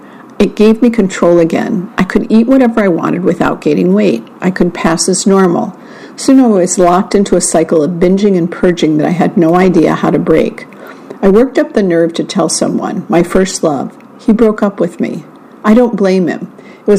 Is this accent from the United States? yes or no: yes; Roanoke, Virginia, United States; born or raised there